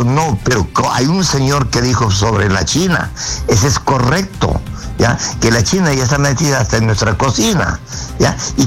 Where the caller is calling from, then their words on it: Chincha Alta, Ica, Peru; yo les hablo desde Chinche.